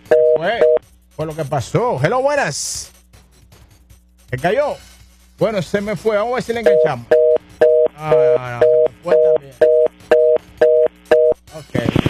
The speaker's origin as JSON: {"language": "Spanish", "town": "Bonao", "region": "Monseñor Nouel", "country": "Dominican Republic", "said": "yo soy de Bonao, donde … el de Bonao."}